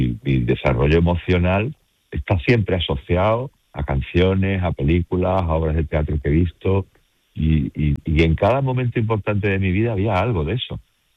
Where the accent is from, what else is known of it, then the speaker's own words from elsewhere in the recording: Seville, Andalusia, Spain; yo soy sevillano.